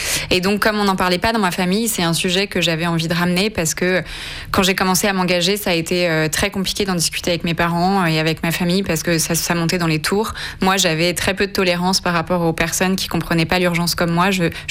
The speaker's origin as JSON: {"language": "French", "region": "Auvergne-Rhône-Alpes", "country": "France", "moved": "as an adult", "lives_now": "Paris, France", "said": "je viens d'une famille de sportifs à la montagne, donc je viens du Vercors, c'est au-dessus de Grenoble"}